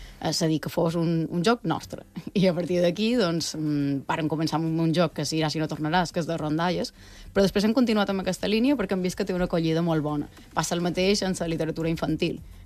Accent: Mallorca, Balearic Islands, Spain; jo, com a persona mallorquina

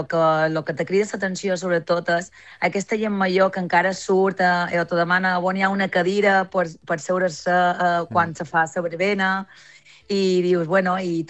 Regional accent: Andratx, Balearic Islands, Spain

